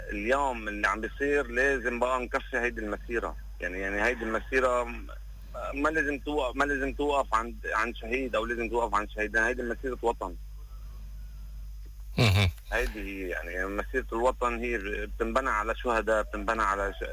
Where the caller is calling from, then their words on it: Tripoli, North Governorate, Lebanon; من طرابلس.